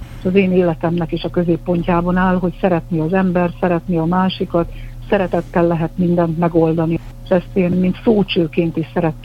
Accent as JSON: {"language": "Hungarian", "town": "Szalmatercs", "region": "Nógrád", "country": "Hungary", "tie": "born or raised there", "also_born_or_lived": "Körmend, Hungary", "said": "Szalmatercsen cseperedtem, Karancságra jártam iskolába, két palóc falu"}